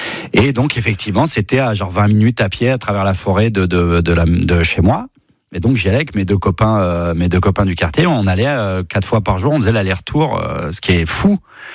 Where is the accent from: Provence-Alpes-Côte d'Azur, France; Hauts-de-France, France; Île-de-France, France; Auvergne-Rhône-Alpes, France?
Auvergne-Rhône-Alpes, France; born or raised there; also born or lived in Valence